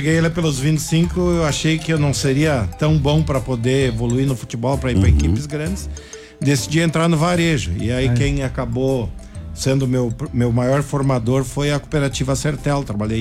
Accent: Cruzeiro do Sul, Rio Grande do Sul, Brazil; eu sou do interior do Cruzeiro do Sul, Picada São Gabriel. Atividade principal era filho de agricultores, né?

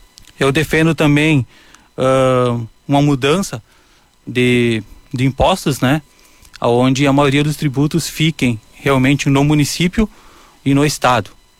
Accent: Encantado, Rio Grande do Sul, Brazil; Eu nasci aqui em Encantado, sou morador do bairro Porto 15 e passei minha infância inteira aí na Prainha do Picão, nadando na água, né?

